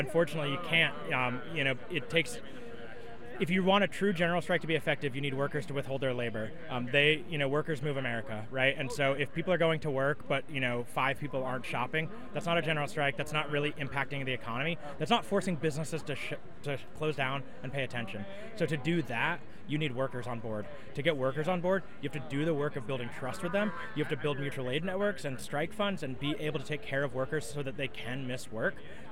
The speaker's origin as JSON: {"language": "English", "region": "the South", "country": "United States", "moved": "yes", "said": "I come from the South, which is a very anti-union space"}